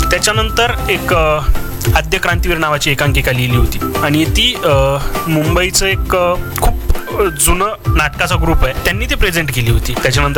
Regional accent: Paithan, Maharashtra, India; also born or lived in Beed district / Chhatrapati Sambhajinagar; मी तसं जर माझं पाहायला गेलं तर मूळ ओरिजिन मी बीड जिल्ह्यातून येतो, पण वडिलांनी इकडे पैठणकडे घर शेती वगैरे घेतली आणि मी तिथंच वाढलो। त्याच्यानंतर मी आपल्या संभाजीनगरमध्ये आलो

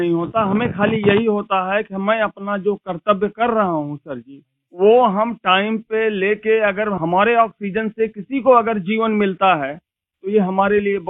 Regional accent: Jaunpur district, Uttar Pradesh, India; moved away as an adult; मैं गांव हसनपुर पोस्ट जमुआ जिला जौनपुर का निवासी हूं सर।

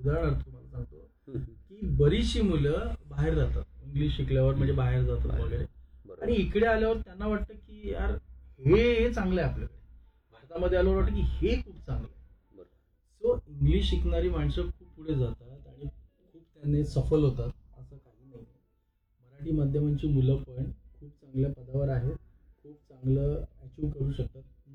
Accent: Maharashtra, India; accent: Agri; मी आगरी आहे, माझा जर एखादा मित्र आगरी भेटला तर मी त्याच्याशी आगरीमध्ये बोलायलाच पाहिजे

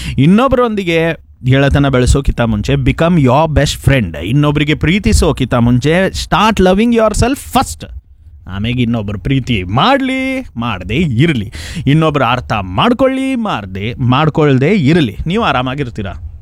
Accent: Belagavi, Karnataka, India; ನಮ್ಮ ಬೆಳಗಾವಿ ಕುಂದಾನಗರಿ ಬೆಳಗಾವಿ, ಮಹಾಬಲೇಶ್ವರ ಚಿಕ್ಕ ಮಹಾಬಲೇಶ್ವರ ಅಂತ ಹೇಳ್ತಿದ್ರು ಬಾಲ್ಯದಲ್ಲಿ.

